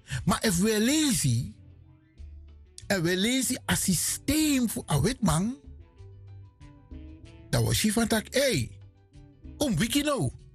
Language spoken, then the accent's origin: Dutch; Suriname; ik ben geen Afrikaan, ik ben een Surinamer.